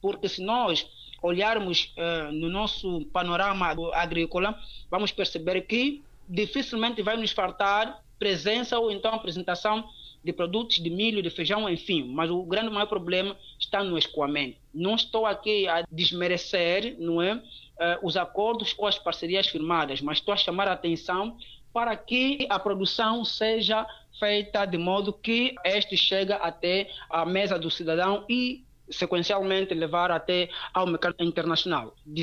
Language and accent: Portuguese; Angola; enquanto angolano que somos